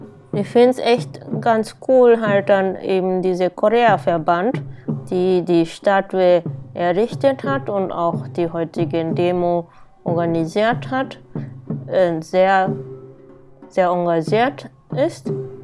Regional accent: Japan; moved away; ich bin Japanerin

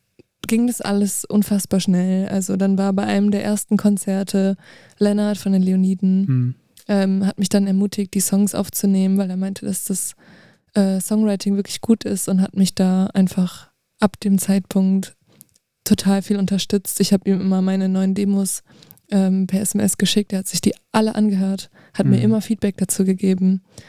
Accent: Duisburg, North Rhine-Westphalia, Germany; moved away as an adult; also born or lived in Kiel; now in Leipzig, Germany; aufgewachsen in Duisburg

